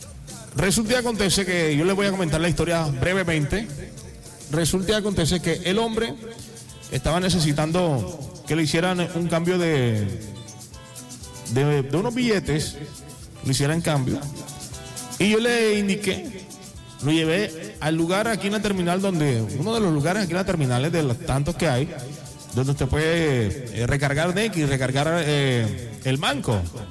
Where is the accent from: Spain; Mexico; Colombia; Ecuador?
Colombia; Caribbean coast; nosotros como costeños, como caribeños, tenemos esa actitud.